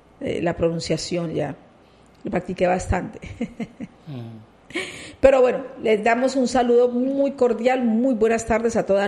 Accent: Colombia

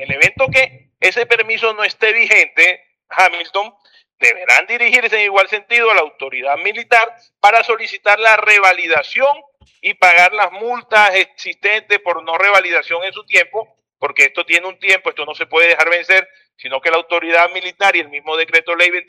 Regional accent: San Juan del Cesar, La Guajira, Colombia; mi pueblo natal querido como lo es San Juan del Cesar.

